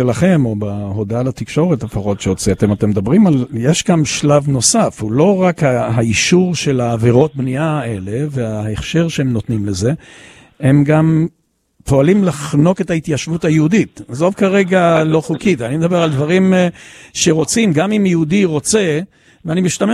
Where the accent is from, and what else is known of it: Jerusalem, Jerusalem District, Israel